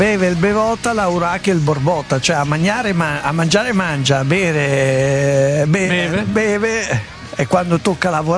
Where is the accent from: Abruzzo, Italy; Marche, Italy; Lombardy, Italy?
Lombardy, Italy; E siamo lombardi, cioè vabbè.